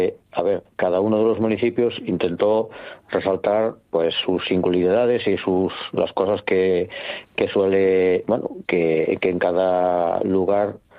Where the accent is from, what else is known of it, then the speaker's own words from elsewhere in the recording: Asturias, Spain; todos los de la comarca, Castropol, Vegadeo, bueno, toda la comarca Oscoseo, Sant Tirso, nos sentimos asturianos desde siempre.